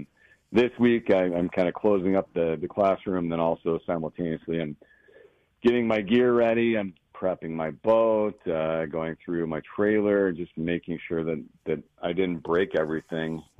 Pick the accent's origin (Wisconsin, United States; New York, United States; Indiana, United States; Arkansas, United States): Indiana, United States; moved away as an adult; now in Minnesota, United States; So I grew up in Indiana, and I lived there until the late '90s. And I lived on a lake.